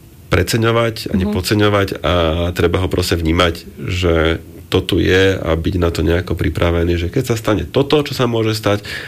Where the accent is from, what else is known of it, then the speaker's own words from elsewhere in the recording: Bratislava, Bratislava Region, Slovakia; u nás v Bratislave